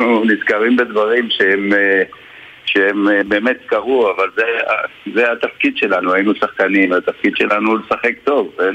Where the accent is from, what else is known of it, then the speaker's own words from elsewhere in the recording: Tel Aviv, Tel Aviv District, Israel; born there; also born or lived in Petah Tikva; כשהייתי בן 10, ב-1957, הוא החליט יחד עם אמא שלי, הדסה, זיכרונה לברכה, שאנחנו נעבור לתל אביב